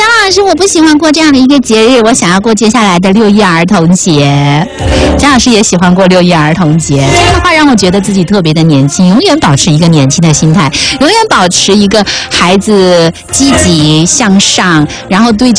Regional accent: China

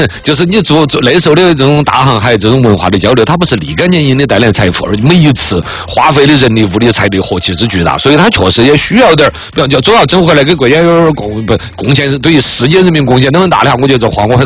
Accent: China; 我们中国人那么早就已经到达了这个肯尼亚

